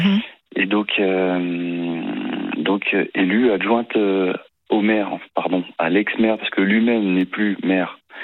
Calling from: Cavalaire-sur-Mer, Provence-Alpes-Côte d'Azur, France; Moi, j'habite à Cavalaire-sur-Mer

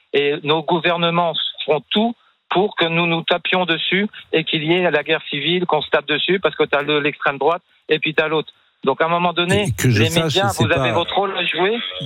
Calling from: France; Moi, je peux remonter jusqu'en 1800, moi, de mes aïeuls. Donc, moi, je peux dire que je suis un vrai Français, que je suis un Français de souche.

